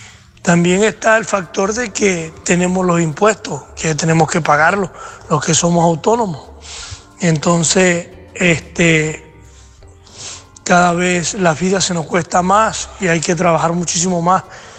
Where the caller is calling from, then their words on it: La Rambla, Andalusia, Spain; Soy de Andalucía, La Rambla.